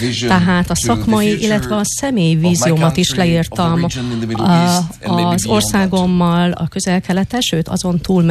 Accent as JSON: {"language": "Hungarian", "country": "Israel", "tie": "born there", "second_language": "Hungarian", "said": "Tehát én ugye a közel-keleten születtem, és ott igazából nagyon nehéz háborunk volt, ami igyekezett legyőzni Izrael államot, az volt a fő célja."}